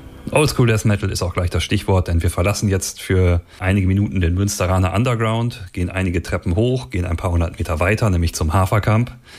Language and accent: German; Amstetten, Lower Austria, Austria; natürlich aus meiner Heimatstadt Emstetten.